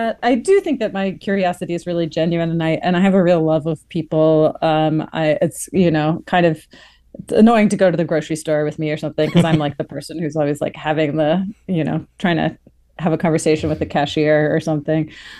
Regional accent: East Coast, United States; moved away as an adult; now in Texas, United States; I've spent most of my career living in Texas, although I'm from the East Coast

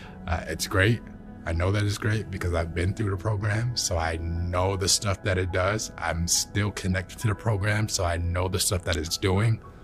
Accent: Syracuse, New York, United States; I'm from Syracuse and in a stage of my life where I have kids

